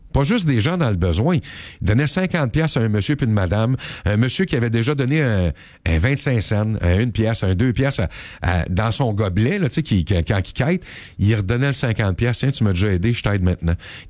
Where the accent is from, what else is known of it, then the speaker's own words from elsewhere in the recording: Quebec, Canada; ça arrive chez nous au Québec